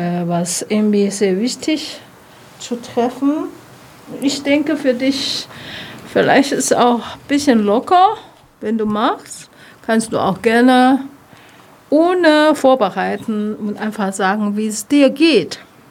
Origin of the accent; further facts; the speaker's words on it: Taiwan; German is a second language; Ich komme persönlich aus Taiwan.